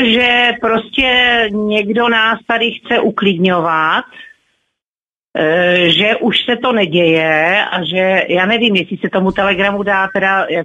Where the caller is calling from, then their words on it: Otrokovice, Zlín Region, Czechia; z Otrokovic, vždycky jsem zdravila kluci z Plzně.